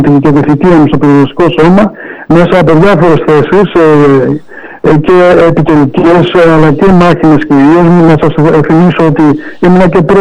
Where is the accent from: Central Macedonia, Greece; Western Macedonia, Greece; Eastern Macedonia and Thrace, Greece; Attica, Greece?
Attica, Greece; Kallithea; also born or lived in Tripoli; εγώ γεννήθηκα στην Καλυθέα Αθηνών. Ναι. Μεγάλωσα στην Καλυθέα, το δημοτικό σχολείο ήμουν στο έβγαλα στην Τρίπολη Αρκαδίας